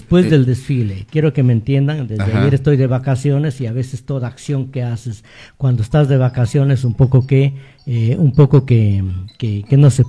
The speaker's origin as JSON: {"language": "Spanish", "country": "Peru", "said": "como peruanos cumplir con nuestro deber cívico"}